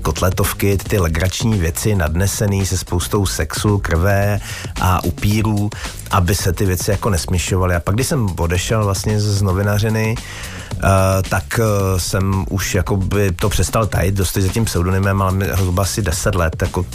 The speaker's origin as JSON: {"language": "Czech", "region": "Sudetes", "country": "Czechia", "said": "protože jsem ze Sudet, jsem Sudeťák, prostě jsem z té oblasti, takže je to trochu takový jako vyznání rodnému kraji."}